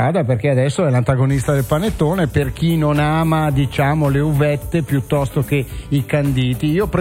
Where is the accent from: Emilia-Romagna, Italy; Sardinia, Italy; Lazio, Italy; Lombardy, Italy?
Lombardy, Italy; Milan; essendo poi io milanese